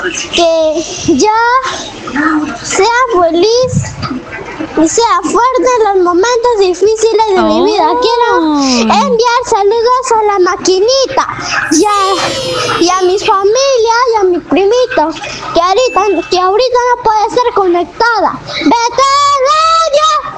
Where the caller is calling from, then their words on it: Pucallpa, Ucayali, Peru; Soy de Pucallpa. Tengo 9 años.